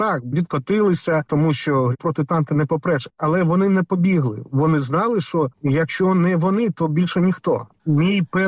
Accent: Zaporizhzhia, Zaporizhzhia Oblast, Ukraine; Так, в моєму рідному місті Запоріжжя.

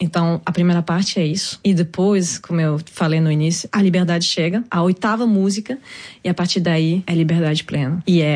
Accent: France; born or raised there; Portuguese is a second language

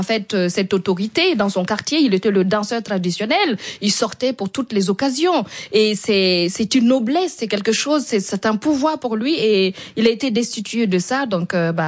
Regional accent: Burkina Faso; chez nous au Burkina, donc vous savez, en fait on a ce respect là chez nous les Burkinabés

